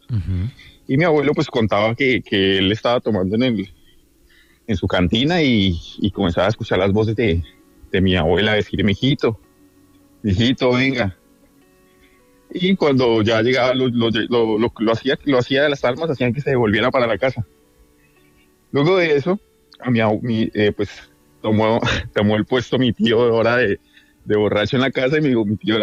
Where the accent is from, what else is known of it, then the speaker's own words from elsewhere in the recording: Boyacá, Colombia; Bueno, entonces la tercera historia ya viene, yo soy de Boyacá.